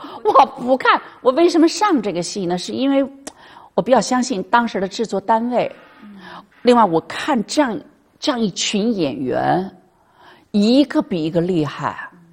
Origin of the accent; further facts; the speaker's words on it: Beijing, China; 我北京人啊，我就根本不会说，